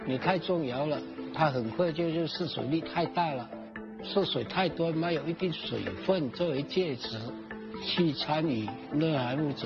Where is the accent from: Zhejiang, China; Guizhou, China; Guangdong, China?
Guangdong, China; 我们潮汕人说是不带就会惊，不健康的意思